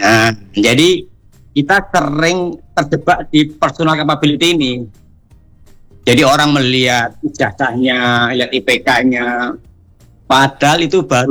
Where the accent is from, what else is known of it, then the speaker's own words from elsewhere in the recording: Wonogiri, Central Java, Indonesia; now in Bekasi, Indonesia; Kalau asli saya dari Wonogiri, Kang.